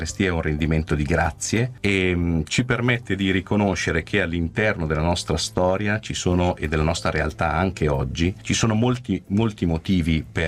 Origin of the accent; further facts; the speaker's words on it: Abbadia Lariana, Lombardy, Italy; born or raised there